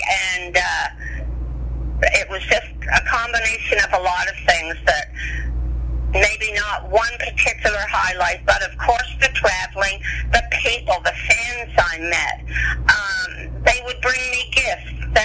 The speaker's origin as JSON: {"language": "English", "country": "Canada", "said": "being Canadian"}